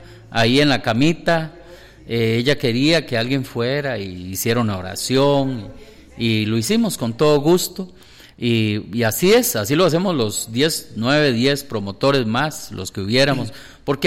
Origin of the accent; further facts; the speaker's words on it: Moravia, Coronado, Guadalupe, San José, Costa Rica; la gente de mi pueblo, Moravia, Coronado, Guadalupe.